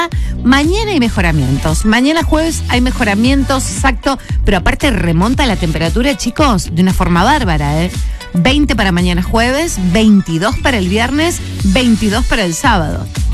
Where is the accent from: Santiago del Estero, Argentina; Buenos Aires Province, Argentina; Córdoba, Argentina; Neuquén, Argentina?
Buenos Aires Province, Argentina; Punta Alta; Muy bien, allá nos vamos. Para mi pueblito.